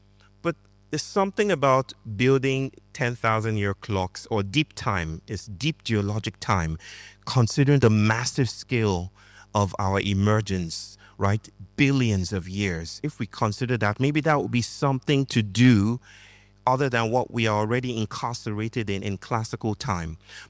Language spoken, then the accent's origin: English; Nigeria; moved away; I grew up in Nigeria